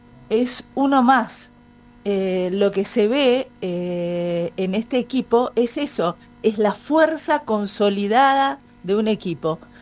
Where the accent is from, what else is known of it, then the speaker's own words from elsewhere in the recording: Argentina; nosotros somos pasionales los argentinos y podemos ser los peores para los equipos.